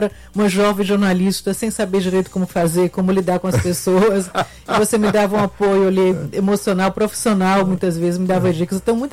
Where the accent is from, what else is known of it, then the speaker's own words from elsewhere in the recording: Fortaleza, Ceará, Brazil; also born or lived in Porto; now in São Paulo, Brazil; Eu nasci em São Paulo, mas por acaso, porque eu vim para Fortaleza muito pequena, então eu sou cearense.